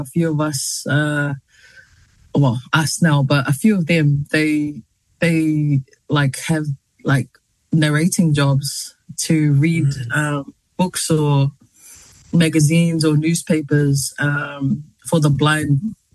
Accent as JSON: {"language": "English", "region": "Auckland", "country": "New Zealand", "tie": "born or raised there", "said": "I grew up in Messi, West Auckland, and yeah, born and raised in West Auckland. But yeah, grew up, I guess, in a traditional Samoan household."}